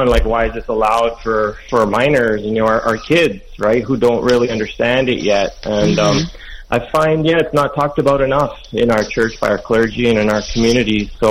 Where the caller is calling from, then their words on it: Ontario, Canada; growing up in a family from southern Italy, right, pretty strict with long dresses and stuff, and then growing up in a pretty free country, democratic country, very multicultural, where everything goes